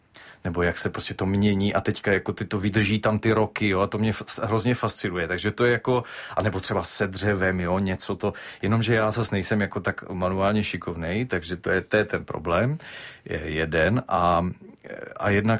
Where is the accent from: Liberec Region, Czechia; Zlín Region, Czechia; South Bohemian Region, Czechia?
Zlín Region, Czechia; Hulín; also born or lived in Kroměříž; Tak ono taky Zlín, Kroměříž, to jsou jenom místa, kde jsme se narodili, no, my jsme vyrůstali jako v Ulíně.